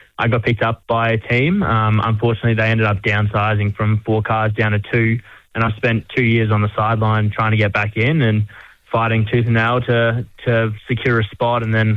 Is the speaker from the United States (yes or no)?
no; Mackay, Queensland, Australia; also born or lived in Victoria; Yes, I was born in Victoria, but I spent most of my life in Mackay.